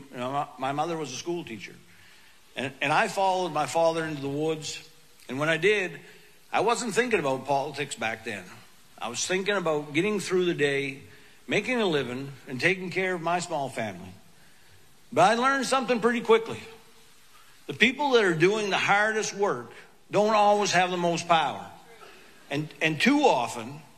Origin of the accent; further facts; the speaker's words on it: Allegash, Maine, United States; I grew up in Allegash, about as far north as you can go in Maine without actually ending up in Canada.